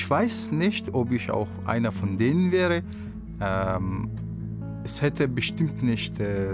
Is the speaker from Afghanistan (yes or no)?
yes; Afghanistan; moved away as an adult; now in Germany; ich bin 27 Jahre alt. Ich bin aus Afghanistan vor 9 Jahren nach Deutschland gekommen.